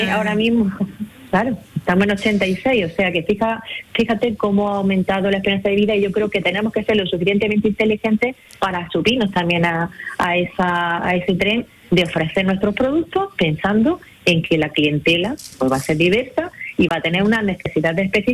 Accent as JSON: {"language": "Spanish", "town": "Linares", "region": "Andalusia", "country": "Spain", "tie": "born or raised there", "said": "Yo nací en un barrio, en Linares, en el barrio de Santa Ana"}